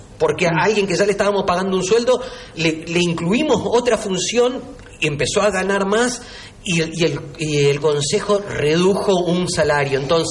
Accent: Reconquista, Santa Fe, Argentina; yo soy de Reconquista y miro lo de Reconquista, voto en Reconquista

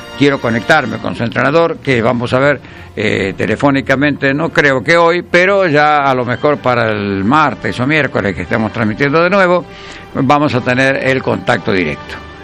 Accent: Argentina; ahora es una promesa tremendamente grande para nosotros como argentinos

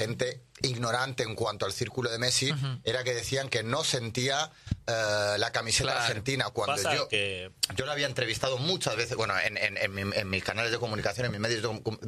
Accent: Spain; yo llegaba a algunas mesas prácticamente como el español... Bobito que viene

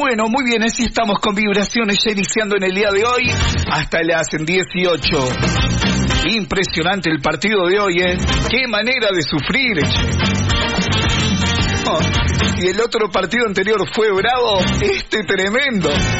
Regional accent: Argentina; Pero si no sufrimos, no somos Argentina, chicos.

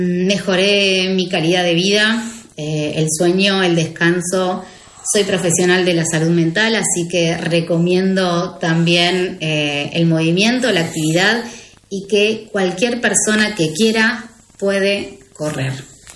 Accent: Treinta de Agosto, Buenos Aires, Argentina; moved away; Nacida y criada en 30 de agosto, un pueblo de casi 6.000 habitantes, en el cual tengo amigos y parte de mi familia.

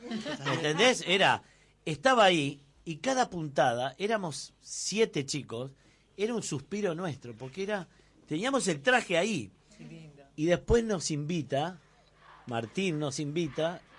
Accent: San José de Mayo, San José, Uruguay; que yo soy allá de San José, y enfrente de mi casa estaba el hotel más importante de San José.

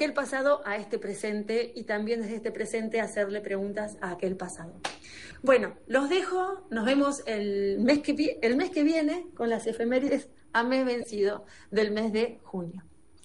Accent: Argentina; como profe de historia y como siempre les digo, como argentina

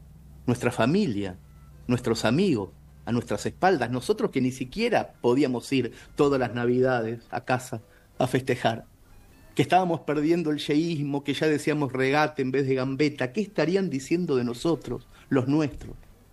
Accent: Argentina; moved away; also born or lived in Spain; Yo viví 15 años lejos de la Argentina

